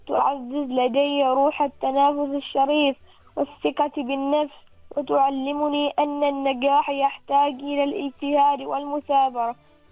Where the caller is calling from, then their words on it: Rustaq, Al Batinah South, Oman; من الرستاق وادي بني غافر، وتحديدا في قرية يقا